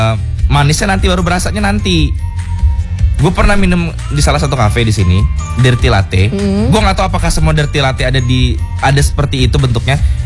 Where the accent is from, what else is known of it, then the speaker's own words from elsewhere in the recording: Lampung, Indonesia; dibilangnya gue orang Lampung dan gue perokok